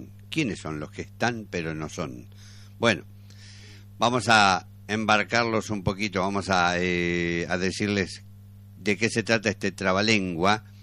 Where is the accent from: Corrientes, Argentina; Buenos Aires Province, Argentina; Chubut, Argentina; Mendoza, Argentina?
Buenos Aires Province, Argentina; González Moreno; born there; Y en mi caso, yo soy nacido en González Moreno, límite con la provincia de La Pampa.